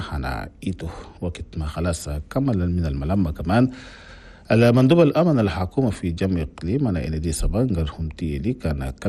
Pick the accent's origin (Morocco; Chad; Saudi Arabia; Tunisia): Chad